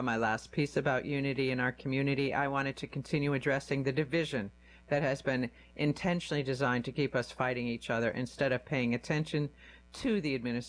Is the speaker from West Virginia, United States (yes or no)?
no; Springfield, Massachusetts, United States; Growing up in the North End, surrounded by Black, Latino, and white families